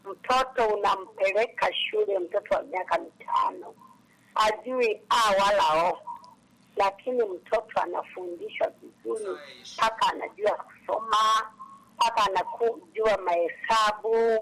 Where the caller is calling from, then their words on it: Masanza, Tanzania; Nimetokea … nipo Masanza.